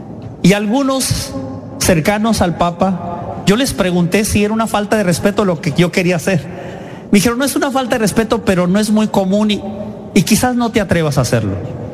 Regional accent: Tijuana, Baja California, Mexico; Y yo, teniendo 7 años, a los días me fui por las calles de Tijuana boleando zapatos y llegaba a las tiendas con mis monedas para comprarme la camisa blanca y el pantalón negro

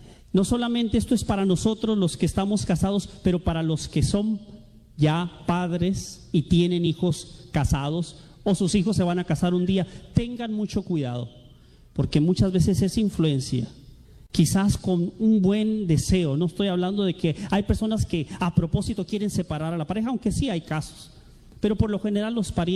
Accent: Tijuana, Baja California, Mexico; born there; Ellos están ahí en el sur de México. Yo nací aquí en Tijuana y solamente mi mamá y yo.

